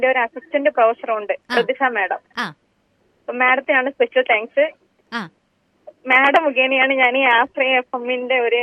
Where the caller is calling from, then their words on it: Mukhathala, Kerala, India; വീട് മുഖത്തല.